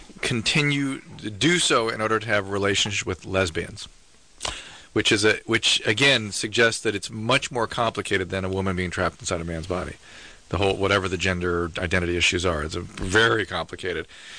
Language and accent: English; California, United States; Yeah. I'm from California.